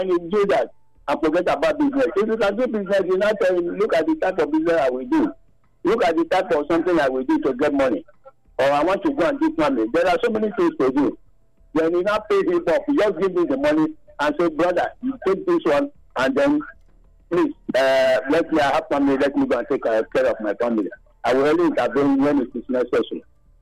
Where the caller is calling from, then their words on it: Nigeria; I'm calling from Ogbesha Community.